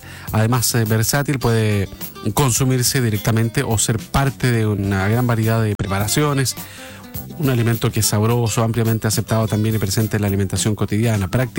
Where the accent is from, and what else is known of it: Chile